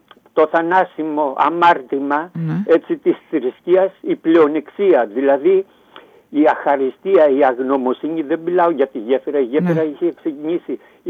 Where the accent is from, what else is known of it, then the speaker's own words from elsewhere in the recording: Antirrio, Western Greece, Greece; Στην προβλήτα του παππού μου, το πρώτο σπίτι, το καφεζιθεστιατόριο Νομπάτης, εκεί που μεγάλωσα